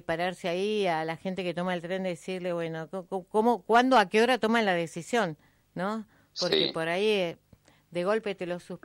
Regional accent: Los Menucos, Río Negro, Argentina; también soy de Los Menucos. Es el pueblo maravilloso

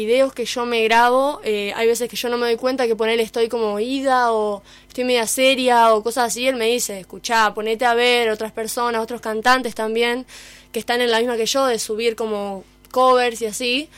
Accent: Diamante, Entre Ríos, Argentina; estamos todos los diamantinos ahí

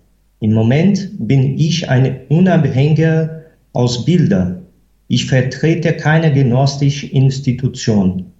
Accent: Brazil; ich bin Brasilianer.

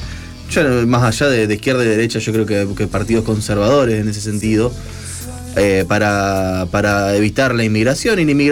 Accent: Argentina

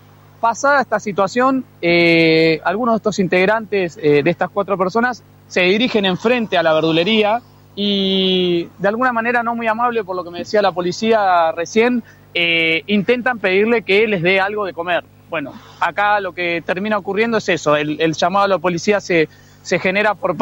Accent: Cipolletti, Río Negro, Argentina; yo al ser una persona nacida y criada en Cipolletti

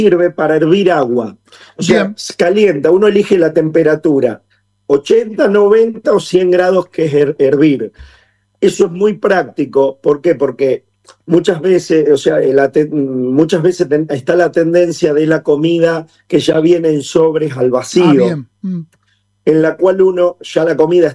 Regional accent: Argentina; cómo somos los argentinos

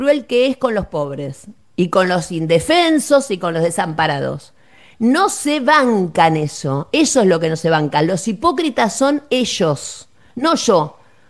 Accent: Buenos Aires, Argentina; born there; moved away; yo nací en Soldati, en una casa pobre.

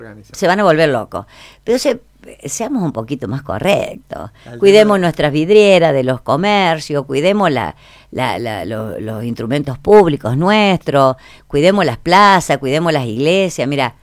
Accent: Argentina; Somos todos argentinos

